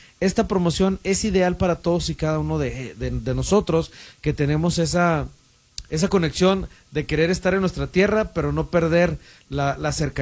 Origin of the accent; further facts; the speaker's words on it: Guanajuato, Mexico; now in Arizona, United States; yo soy de más al sur, yo soy de Guanajuato.